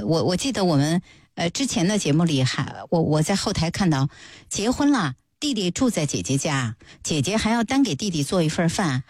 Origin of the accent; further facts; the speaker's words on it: China; 我们中国人